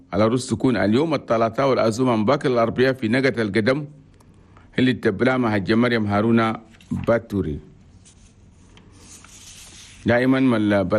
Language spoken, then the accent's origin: Arabic; Chad; وأننا كلنا تشاديين